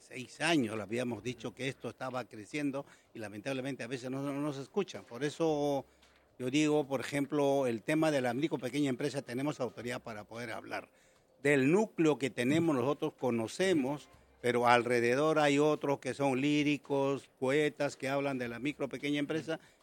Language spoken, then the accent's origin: Spanish; Cusco, Peru; moved away; yo soy de Cusco